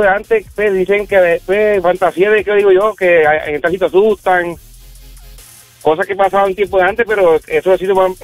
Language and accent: Spanish; Puerto Rico; Yo soy criado de la Hacienda de Balear, eso es lo más hermoso que hay.